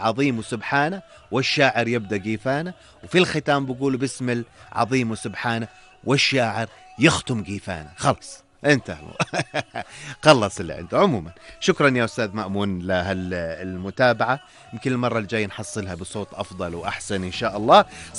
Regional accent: Karak Governorate, Jordan; أو في ناس بيقولوا السامر عندنا في الكرك

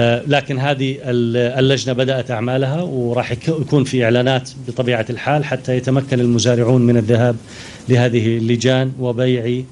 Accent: Jordan; عندنا في الأردن

